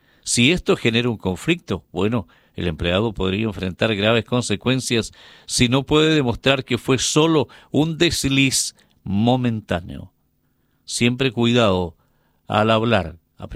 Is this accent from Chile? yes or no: yes; Chile; vamos a consolidar algo firme también como sociedad chilena y mundial.